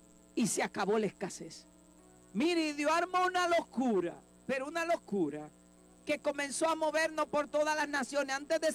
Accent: Dominican Republic; nosotros como dominicanos

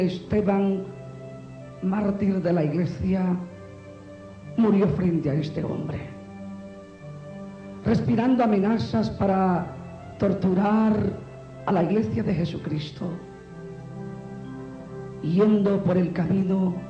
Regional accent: San Agustín, Usulután, El Salvador; Soy de la República del Salvador, del departamento de Usulután. Nací en un pequeño pueblo llamado San Agustín, bajo el seno de una familia muy católico romana.

